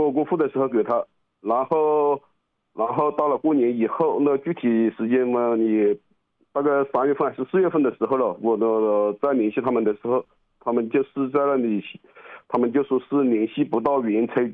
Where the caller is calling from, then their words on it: Yiyang, Hunan, China; 我是益阳的，